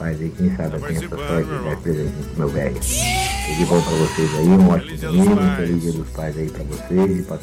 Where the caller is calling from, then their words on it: Tabatinga, Brazil; sou aqui da cidade de Tabatinga.